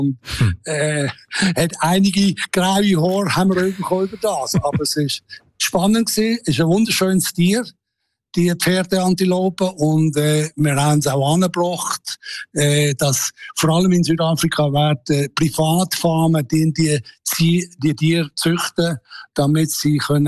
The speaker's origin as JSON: {"language": "German", "country": "Switzerland", "said": "Und ich habe gesagt, ich als Schweizer muss ein bisschen Hügel haben, sonst geht das gar nicht, oder?"}